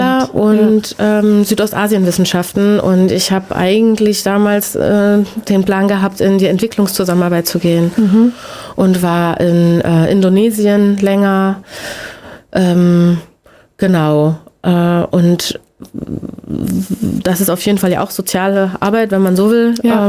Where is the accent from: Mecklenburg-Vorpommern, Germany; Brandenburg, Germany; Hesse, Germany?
Hesse, Germany; Eschwege; moved away as an adult; also born or lived in Leipzig; ich bin in Eschwege geboren sogar und hier aufgewachsen, bin dann mit 19 weg, ab in die Welt und war ganz viel an unterschiedlichen Orten und in unterschiedlichen Ländern auch wohnhaft.